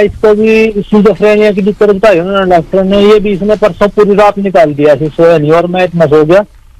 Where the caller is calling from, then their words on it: Kuniya, Haryana, India; हरियाणा से बोल रहा हूँ मैं, गांव की कुनिया है, डिस्ट्रिक्ट करनाल है जी।